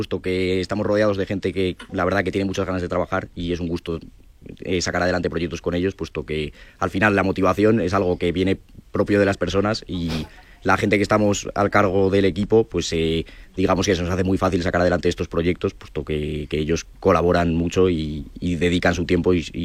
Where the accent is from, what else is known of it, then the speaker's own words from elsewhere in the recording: Madrid, Community of Madrid, Spain; De aquí de Madrid, y estudio en ICAI, en la Universidad Pontificia de Comillas.